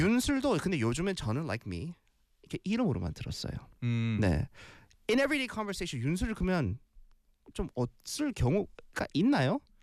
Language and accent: Korean; South Korea; 저도 한국인이고 아주 proud 한 Korean이고